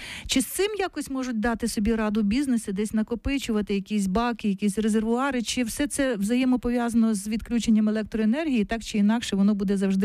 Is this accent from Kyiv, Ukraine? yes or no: yes; Kyiv, Ukraine; Київ, от я можу сказати, як киянка.